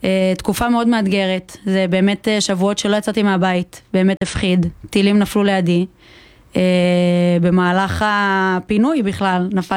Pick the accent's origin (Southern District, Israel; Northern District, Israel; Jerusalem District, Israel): Northern District, Israel; Kiryat Shmona; אני ילידת העיר קריית שמונה, אני מכאן במקור.